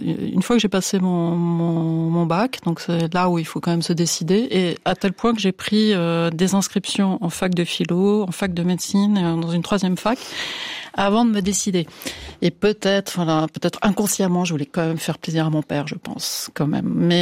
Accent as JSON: {"language": "French", "town": "Bordeaux", "region": "Nouvelle-Aquitaine", "country": "France", "tie": "born there", "said": "Moi, je suis née à Bordeaux, dans une magnifique ville, vraiment avec un ensemble 18e magnifique, qui était une belle endormie, parce qu'il n'y avait pas grand-chose à cette époque-là. De parents médecins"}